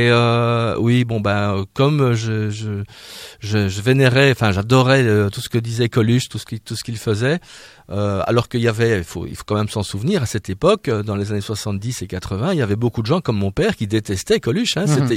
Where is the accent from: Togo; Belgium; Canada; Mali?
Belgium; Non seulement je suis belge, mais en plus j'ai été militaire.